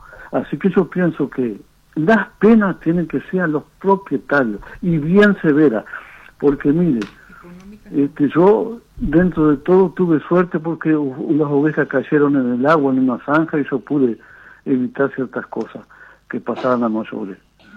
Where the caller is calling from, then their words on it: Rivera, Uruguay; En Rincón de Tranqueras.